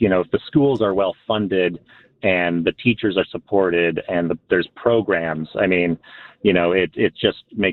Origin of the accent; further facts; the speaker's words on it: Park Ridge, Illinois, United States; I grew up in Park Ridge.